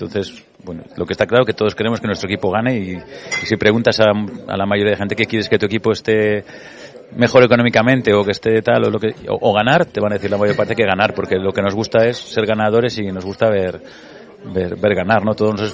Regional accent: Valladolid, Castile and León, Spain; yo soy vallisoletano, el Valladolid es el equipo desde que soy niño.

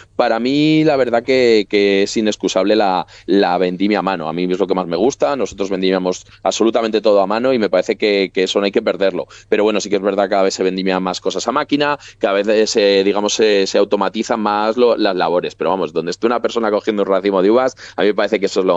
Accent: Aranda de Duero, Castile and León, Spain; Vosotros sabéis, bueno, que somos de Aranda de Duero, ¿no?

